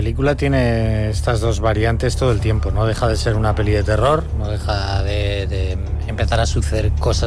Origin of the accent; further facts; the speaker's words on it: Santander, Cantabria, Spain; Catalan is a second language; sóc de Santander.